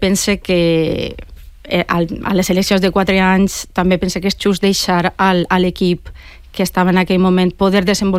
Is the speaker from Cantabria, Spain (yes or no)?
no; Turís, Valencian Community, Spain; A la Societat Musical Turisense de Turís, jo soc de Turís